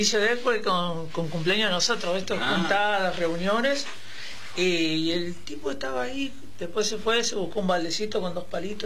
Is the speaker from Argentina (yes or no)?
yes; La Banda, Santiago del Estero, Argentina; Yo soy de La Banda